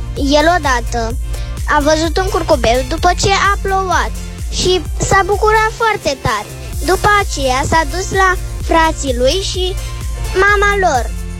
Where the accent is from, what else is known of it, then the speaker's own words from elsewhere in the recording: Brăila, Brăila County, Romania; am 9 ani și sunt din Brăila